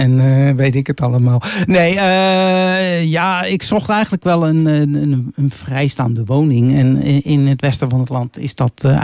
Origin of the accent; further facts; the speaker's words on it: South Holland, Netherlands; moved away as an adult; now in Nijverdal, Netherlands; Ik kom inderdaad, woon nu in Nijverdal. Oorspronkelijk kom ik uit de omgeving van Rotterdam.